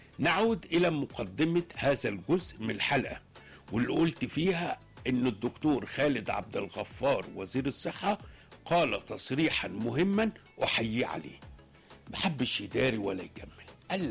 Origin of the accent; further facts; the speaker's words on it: Egypt; لكن احنا للأسف كمصريين